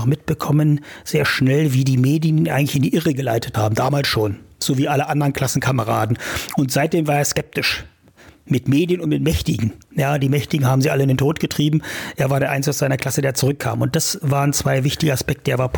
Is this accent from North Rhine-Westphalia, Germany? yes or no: no; Saxony-Anhalt, Germany; Ich bin ja in Altmark geboren und groß geworden. Ich hatte eine wunderschöne Kindheit und Jugend.